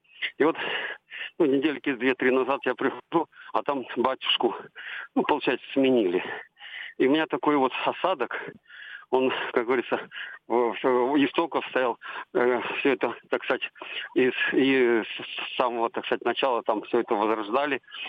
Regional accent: Crimea, Ukraine

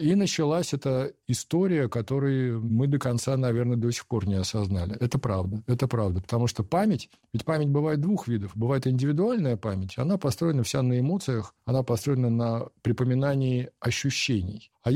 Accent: Russia

